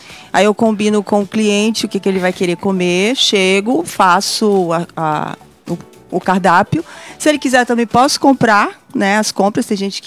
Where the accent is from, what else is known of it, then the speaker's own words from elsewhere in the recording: Maranhão, Brazil; now in São Paulo, Brazil; Na verdade, eu sou do Maranhão, né? E estou aqui em São Paulo já a segunda temporada que eu chamo.